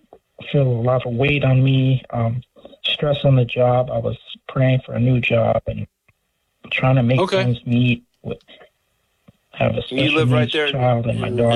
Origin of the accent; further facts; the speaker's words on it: Liberia; Originally from Liberia.